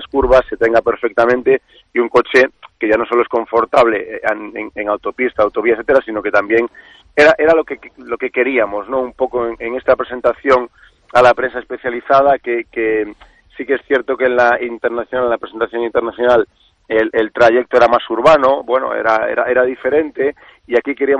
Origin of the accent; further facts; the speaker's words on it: Galicia, Spain; Por supuesto, yo como gallego...